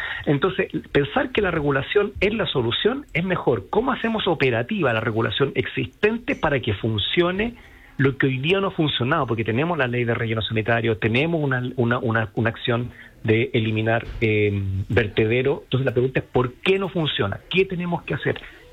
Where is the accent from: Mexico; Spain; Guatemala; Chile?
Chile; Iquique, Tarapacá; y así nació, pues yo soy de Iquique, entonces obviamente esa ropa hay que sacarla